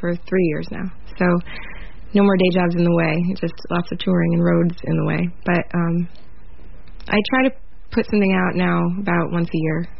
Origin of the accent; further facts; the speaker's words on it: Proctor, Vermont, United States; moved away as an adult; now in New York City, United States; I was born and raised in Vermont.